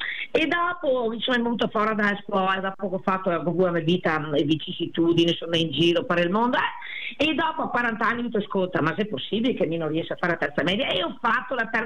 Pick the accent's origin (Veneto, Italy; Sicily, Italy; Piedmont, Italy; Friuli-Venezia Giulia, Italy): Veneto, Italy; Crespano; Ma il paga conto che convegno sono da Crespano, mi accaverò 30 forme del formaggio